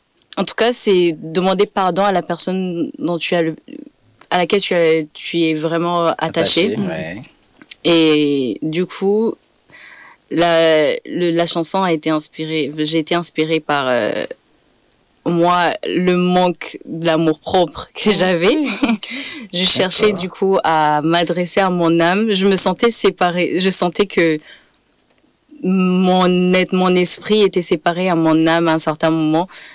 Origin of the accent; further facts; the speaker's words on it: Burundi; first language Kirundi; French is a second language; déjà, c'est dans ma langue maternelle, le kirundi. Je suis burundaise, bien sûr.